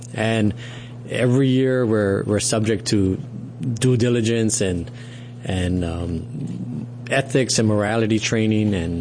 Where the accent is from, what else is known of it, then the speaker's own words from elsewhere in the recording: Hilo, Hawaii, United States; Well, I grew up in Hilo on the Big Island, and graduated from the University of Hawaii with a finance degree in 2002.